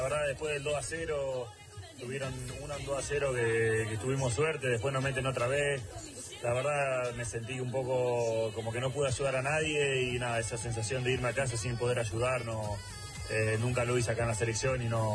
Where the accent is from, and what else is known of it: Argentina